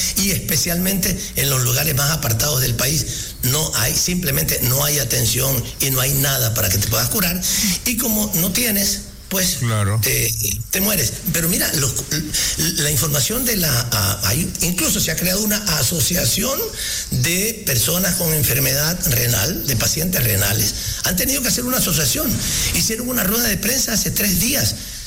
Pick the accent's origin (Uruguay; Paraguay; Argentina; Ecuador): Ecuador